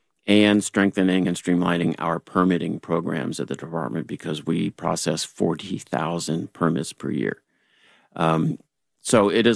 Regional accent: Rockville, Maryland, United States; So I grew up in Rockville, Maryland, a D.C. suburb.

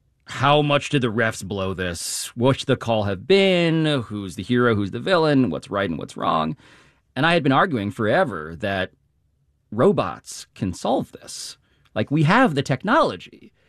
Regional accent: Philippines; I just sort of represented this new young person who is vaguely Asian, but also Mexican. I'm Filipino. That answers that mystery.

